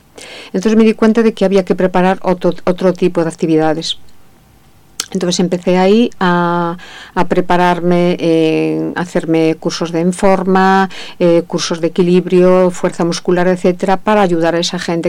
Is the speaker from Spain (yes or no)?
yes; Spain